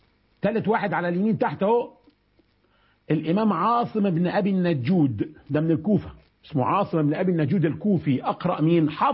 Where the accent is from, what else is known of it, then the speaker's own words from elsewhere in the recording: Egypt; ما انا مصري وبقرا بورش اللي هي منتشره في المغرب مش في مصر